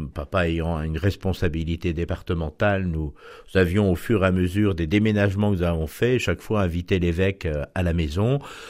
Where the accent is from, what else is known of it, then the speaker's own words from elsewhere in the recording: Alençon, Normandy, France; born there; je suis normand d'origine, né à Alençon, baptisé dans les fonts baptismaux de Thérèse.